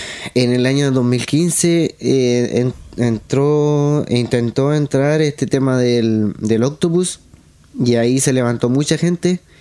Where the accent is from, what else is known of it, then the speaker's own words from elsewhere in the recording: Penco, Biobío, Chile; also born or lived in Chiguayante; Yo soy de aquí de Penco. Nací en Chiguayante, pero inmediatamente me vine para acá.